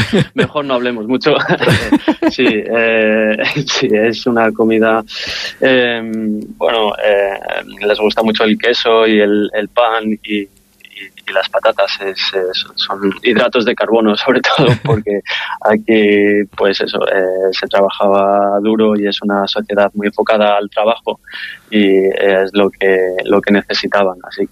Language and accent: Spanish; Ávila, Castile and León, Spain; now in Netherlands; Sí. Bueno, y vuelvo muy a menudo a Ávila. Ávila siempre ha sido y será mi casa, o sea, pero bueno, bueno, echo de menos muchas cosas.